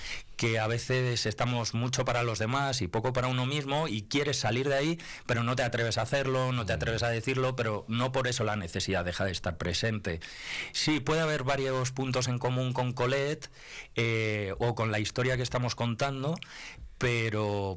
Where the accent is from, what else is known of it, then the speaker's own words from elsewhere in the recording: Palencia, Castile and León, Spain; moved away; yo soy de aquí, soy muy palentino, me encanta venir siempre que puedo, cada vez que puedo escaparme, ojalá pudiera más, llevo Palencia en la boca a todos los sitios donde voy